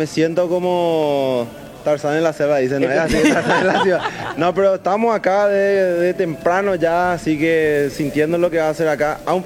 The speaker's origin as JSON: {"language": "Spanish", "region": "Asunción", "country": "Paraguay", "tie": "born or raised there", "moved": "as an adult", "lives_now": "United States", "said": "Yo crecí en Asunción"}